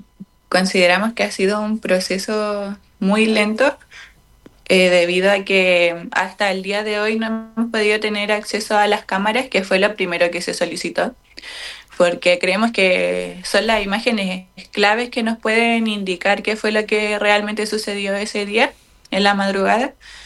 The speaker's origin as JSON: {"language": "Spanish", "region": "Antofagasta", "country": "Chile", "moved": "yes", "lives_now": "La Serena, Chile", "said": "Yo también soy de Antofagasta, entonces cuando llegué acá nos conocimos."}